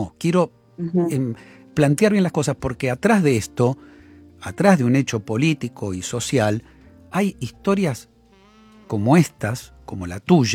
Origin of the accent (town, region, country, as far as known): Argentina